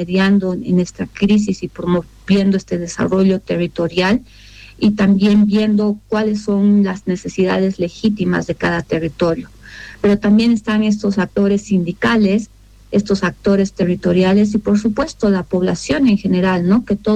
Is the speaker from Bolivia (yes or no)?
yes; Bolivia; funcionamos como bolivianos